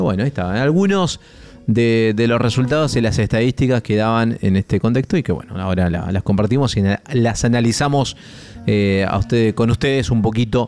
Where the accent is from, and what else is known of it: Argentina